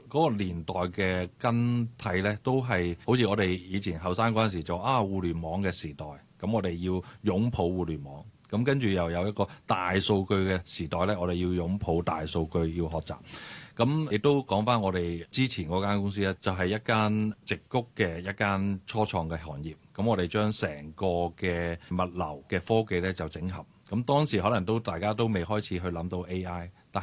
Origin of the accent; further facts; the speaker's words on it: Hong Kong; 咁我就系土生土长嘅香港人嚟嘅。